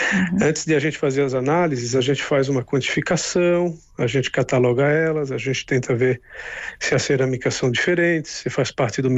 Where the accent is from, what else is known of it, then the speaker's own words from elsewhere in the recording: Florianópolis, Santa Catarina, Brazil; now in Barcelona, Spain; Eu sou do litoral, eu sou de Florianópolis